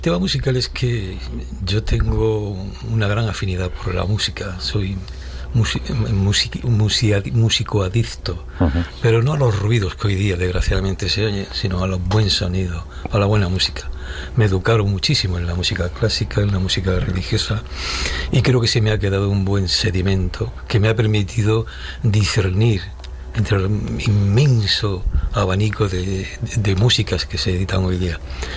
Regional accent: Almería, Andalusia, Spain; also born or lived in Madrid; me trajeron con 2 años de vida. Uh-huh. Nací en Goya, pero me trajeron con 2 años de vida, ya bautizado. Luego volví a Madrid por temas de estudio y otros motivos y volví a Almería

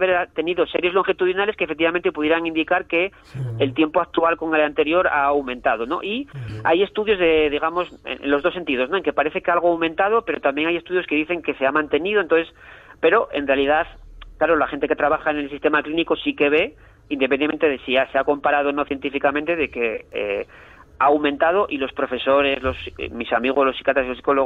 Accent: Asturias, Spain; yo que soy de origen asturiano

